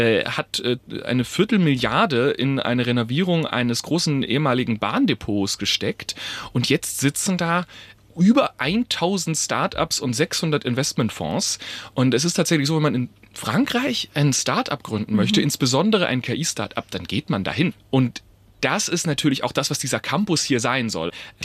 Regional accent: Heilbronn, Baden-Württemberg, Germany; also ich liebe meine Heimat natürlich, aber ehrlicherweise Heilbronn ist jetzt nicht die sexieste Stadt.

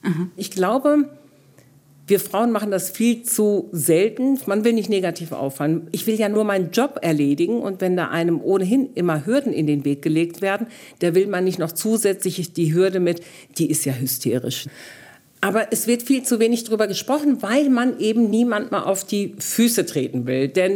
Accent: North Rhine-Westphalia, Germany; now in Black Forest, Germany; Als migrantische Frau mit doppeltem Migrationshintergrund, sage ich immer, ich bin ja Ostwestfälin und offensichtlich auch keine Schwarzwälderin, sondern ich habe türkische Wurzeln

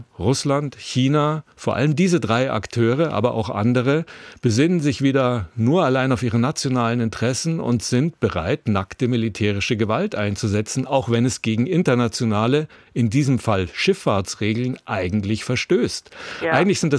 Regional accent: Germany; wir als Deutsche, als Europäer

